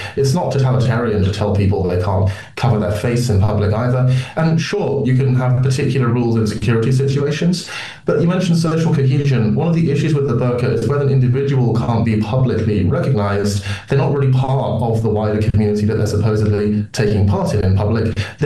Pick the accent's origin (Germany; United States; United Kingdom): United Kingdom; Yeah, so as a British Muslim, we think this is a proportional measure.